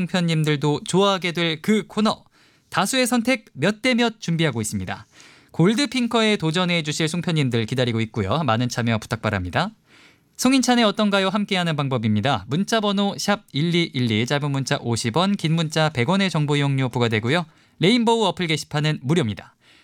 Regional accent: Seoul, South Korea; 제가 뭐 고향은 서울이지만 뭐 고향과 관계없이 어설픈 사투리가 또 막 툭툭 나올 수가 있습니다.

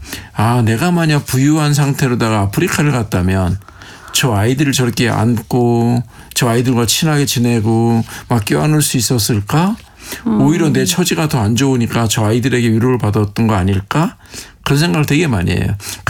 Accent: South Korea; 내가 한국에서 왔는데

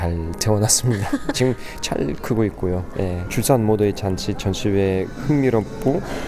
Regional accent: Russia; now in South Korea; 제가 러시아에서 왔어요. 고려인 3세입니다.

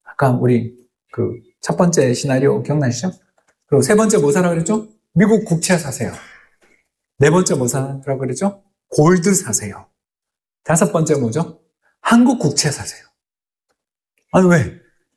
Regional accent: Daegu, South Korea; 제가 대구 사람입니다. 대구하고도 대구 남구 대명동에 사는데요.

